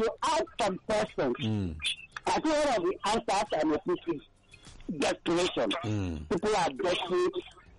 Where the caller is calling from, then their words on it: Abuja, Federal Capital Territory, Nigeria; I'm calling from Abanja